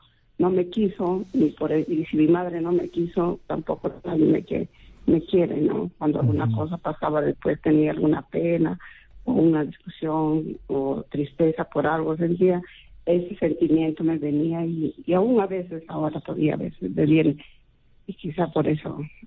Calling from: Trujillo, La Libertad, Peru; de Trujillo.

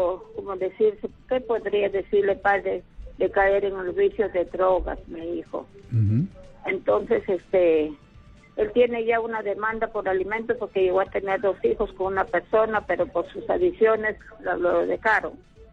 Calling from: Piura, Peru; de Piura.

